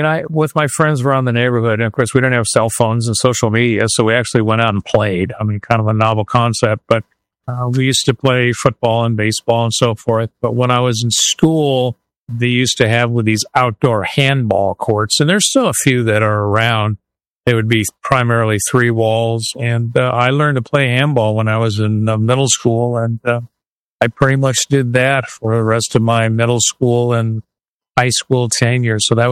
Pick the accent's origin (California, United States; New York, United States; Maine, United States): California, United States; Los Angeles; moved away as an adult; I live out here right now in the Los Angeles area. I was born and raised in a suburb here in Los Angeles. And that's where I grew up, went to school, and came back to after I retired from the Air Force.